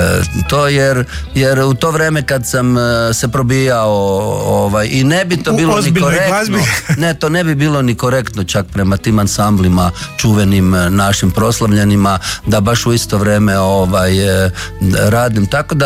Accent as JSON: {"language": "Croatian", "town": "Slatina", "region": "Virovitica-Podravina County", "country": "Croatia", "said": "A kako sam porijeklom iz Slatine, a Slatina je na rimskom, na kojem, Marinianis."}